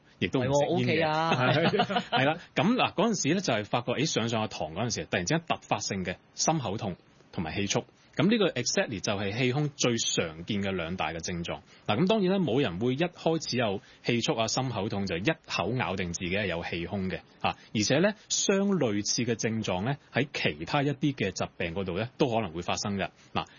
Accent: Guangdong, China; 其實只係我哋廣東人將佢講得特別盞鬼啲啊咁樣啫。

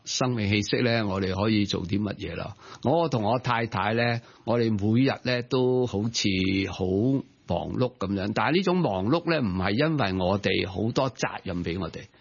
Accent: China; 不过我哋中国人就系平时都系咁样咧，太过吝啬啊，内敛自己呢种嘅表达啦

